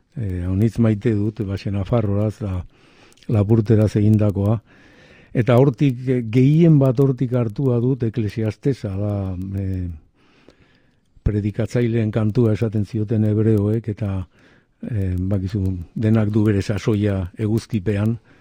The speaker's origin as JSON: {"language": "Basque", "town": "Oñati", "region": "Basque Country", "country": "Spain", "accent": "Biscayan", "first_language": "Basque (Biscayan dialect)"}